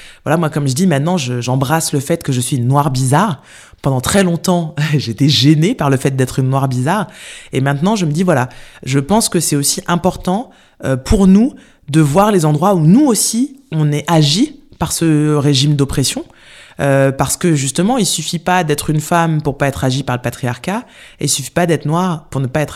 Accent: France; je suis une noire, mais je suis une noire de l'Hexagone. je suis pas une noire de Martinique.

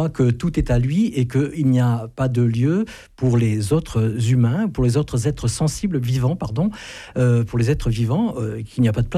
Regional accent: Auvergne-Rhône-Alpes, France

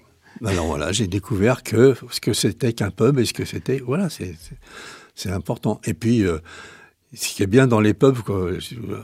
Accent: Nantes, Pays de la Loire, France; Eh ben, je suis nantais, oui.

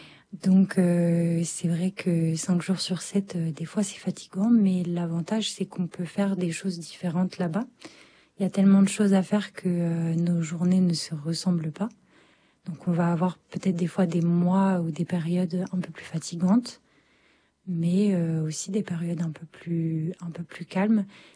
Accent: France; now in Paris region, France; je suis française et que j'habitais déjà en région parisienne.

